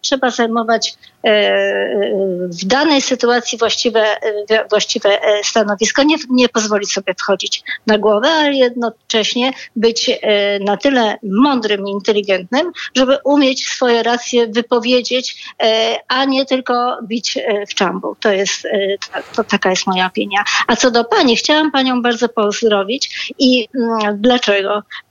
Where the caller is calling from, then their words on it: Łódź, Łódź Voivodeship, Poland; ja dzwonię z Łodzi